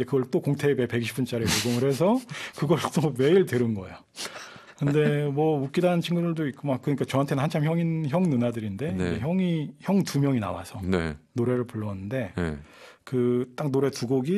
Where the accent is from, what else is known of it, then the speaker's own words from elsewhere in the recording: Daejeon, South Korea; 근데 그게 제가 대전에서 자랐는데, 대전에서는 이걸 대전 MBC에서 자체 방송을 했습니다.